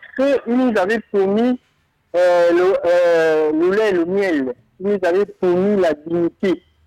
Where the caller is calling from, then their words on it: Gabon; Moi, je suis un Gabonais